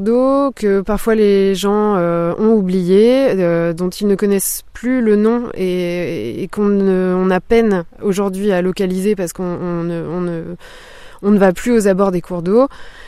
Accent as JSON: {"language": "French", "region": "Centre-Val de Loire", "country": "France", "tie": "born or raised there", "said": "je suis architecte. Et je suis originaire du Richelais."}